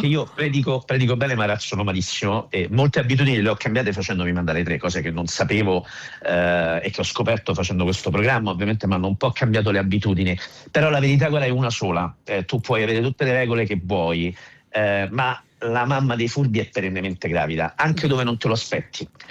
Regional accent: Rome, Lazio, Italy; quando scoprono che io vengo da Ostia

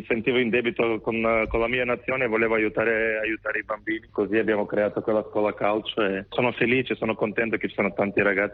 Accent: North Macedonia; Italian is a second language; moved away as an adult; now in Italy; quando sono arrivato in Italia, la Macedonia non è che la conoscevano tanti. Poi ho fatto 20 anni qua in Italia

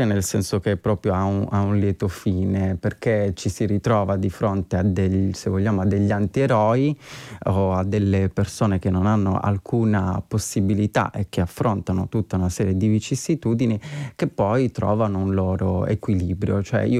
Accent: Southern Italy, Italy; born there; now in Rome, Italy; il mio paese si forma quando ad un certo punto iniziano a lavorare in minatoria le miniere di zolfo lì vicino, quindi comunque stiamo parlando di un paese che è stato abitato da minatori, quindi ha una tradizione di quel tipo, non ha una tradizione borghese

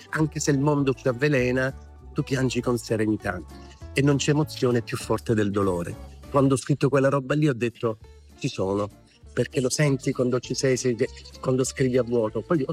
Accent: Apulia, Italy; Io sono pugliese, sì

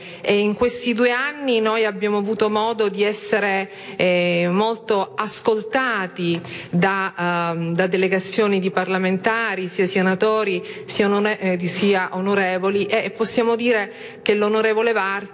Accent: Palermo, Sicily, Italy

